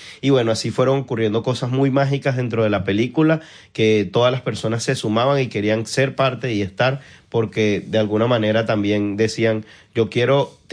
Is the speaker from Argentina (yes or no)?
no; Venezuela